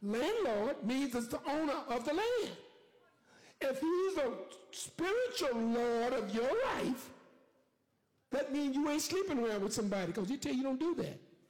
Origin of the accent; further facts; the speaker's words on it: Huntsville, Texas, United States; born there; Oh, all my physical is from here. I was born in Huntsville, Texas, right up the street.